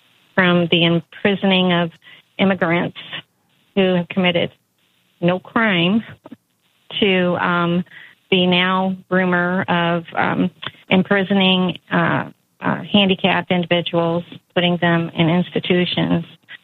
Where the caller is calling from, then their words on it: Franklin, Kentucky, United States; I'm calling from Franklin, Kentucky, which is right on the border of Tennessee.